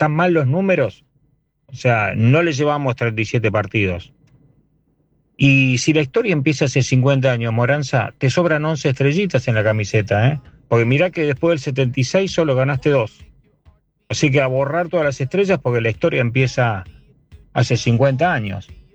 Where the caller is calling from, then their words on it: Loma Hermosa, Buenos Aires Province, Argentina; de Loma Hermosa, soy Cuervo.